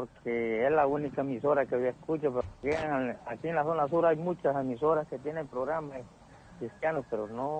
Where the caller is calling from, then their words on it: Nacaome, Valle, Honduras; Voy a llamar aquí en Nacaome